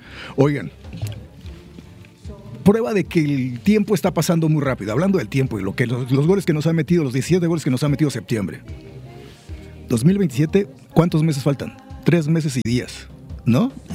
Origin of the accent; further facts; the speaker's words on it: San Andrés Tuxtla, Veracruz, Mexico; Nacida en los Tuxtlas, en San Andrés, en mi tierra, y de toda la vida.